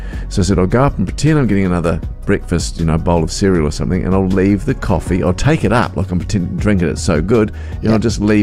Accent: New Zealand; I said, would you mind … from New Zealand, would you mind if I could have a long black?

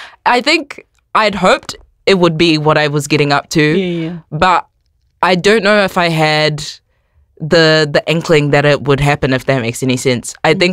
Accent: Dunedin, Otago, New Zealand; moved away as an adult; now in Auckland, New Zealand; I grew up in Dunedin.

